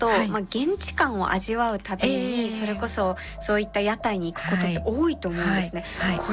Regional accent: Fukuoka, Japan; 私福岡出身ですし、

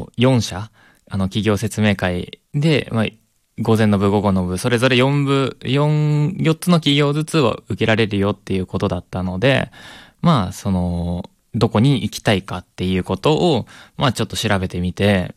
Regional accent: Gunma, Japan; 僕の出身である、まあ、群馬県

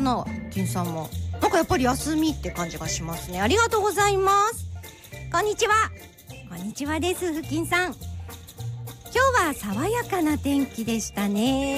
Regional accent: Morioka, Iwate, Japan; もう生まれ育ち盛岡の私ですら

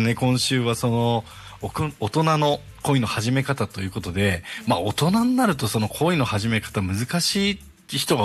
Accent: Sendai, Miyagi, Japan; moved away; 地元の仙台に出張で1週間ほど行ってまして、

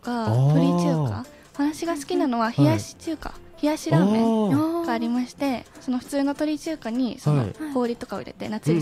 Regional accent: Yamagata, Japan; それまでは地元の山形県で過ごしていました。

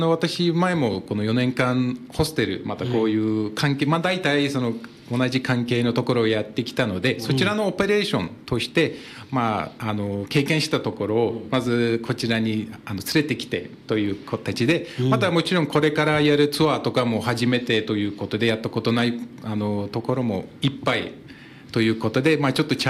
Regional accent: Turkey; Japanese is a second language; moved away as an adult; also born or lived in Tokyo / Saitama; now in Hachinohe, Japan; 私出身はトルコなんで、はい、でも日本に来たのは2018年になりまして、今年大体8年間ぐらいになってて、まあそれのそうですね、まあ、7年間ぐらいずっと東京と埼

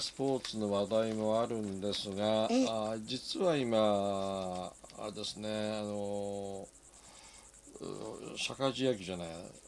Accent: Hokkaido, Japan; 僕ら北海道民からすれば

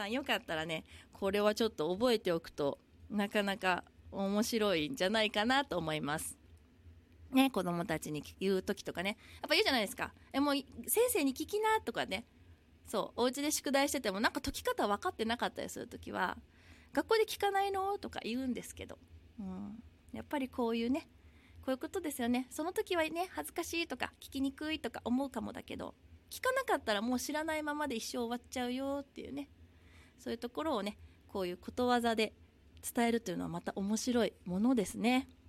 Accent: Hiroshima, Japan; now in Okinawa, Japan; 本当にこう一人で住んだのはね、本当にこの地元の広島から沖縄に住んだのが私にとっては初めての、一人でこう引っ越すっていうのはね、初めてだったんです。

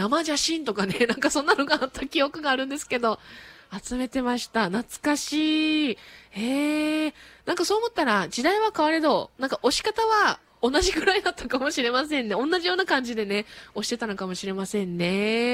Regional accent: Amami, Kagoshima, Japan; 私ナチュー出身なんですけど

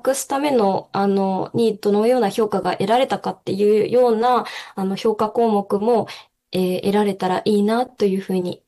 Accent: Hiroshima, Japan; とても素敵な先生を、地元広島なんですけれども、広島で紹介していただきまして

